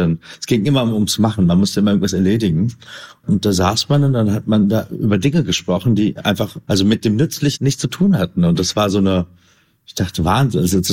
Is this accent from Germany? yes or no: yes; Berlin, Germany; Genau, eigentlich komme ich aus Kreuzberg. Ich weiß, es steht immer in der Presse Neukölln.